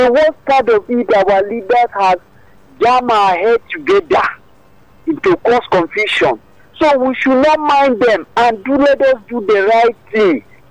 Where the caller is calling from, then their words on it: Cross River, Nigeria; I am from Cross River State.